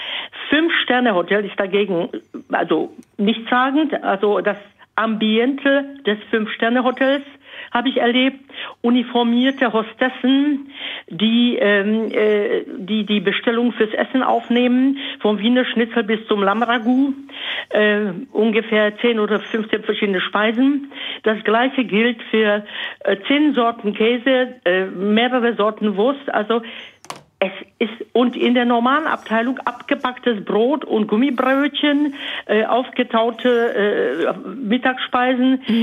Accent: Bohemia, Czechia; Ich komme aus Böhmen.

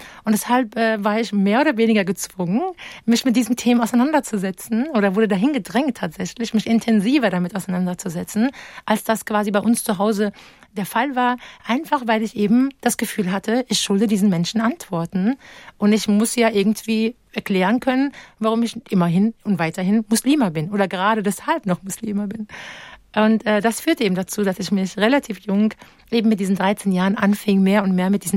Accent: Darmstadt, Hesse, Germany; born there; also born or lived in Münster / Wiesbaden / Frankfurt / Rabat; war in vielen Städten beheimatet, von Münster über Wiesbaden, Frankfurt, gebürtige Darmstädterin, aber auch in Rabat und in Marokko und vielen weiteren wunderschönen Städten

